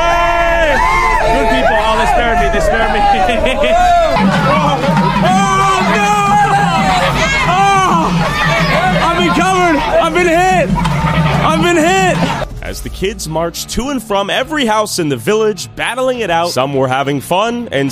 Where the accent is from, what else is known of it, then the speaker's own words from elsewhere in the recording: Texas, United States; I've traveled nearly 10,000 miles from Texas, USA.